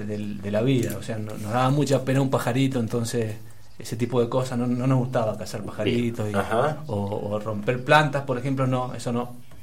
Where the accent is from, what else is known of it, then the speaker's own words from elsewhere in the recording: San Juan, Argentina; porque yo soy sanjuanino.